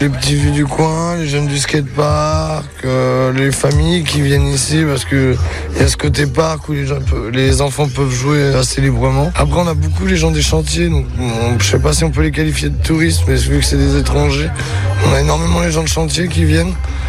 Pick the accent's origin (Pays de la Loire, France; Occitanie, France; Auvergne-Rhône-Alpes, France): Pays de la Loire, France; Nantes; moved away as an adult; now in Saint-Nazaire, France; je suis nantais, moi. Ça fait 5 ans que je suis à Saint-Nazaire, maintenant.